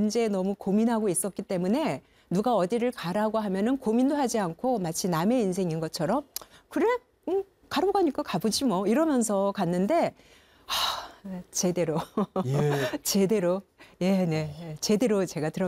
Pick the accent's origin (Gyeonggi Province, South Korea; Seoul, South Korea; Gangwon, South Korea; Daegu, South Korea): Gangwon, South Korea; 그 당시에 종교는 제가 강원도, 고향이 강원도인데, 그 당시에 불교는 사실 우리가 지금 생각하는 불교하고는 전혀 다른 모습이었거든요.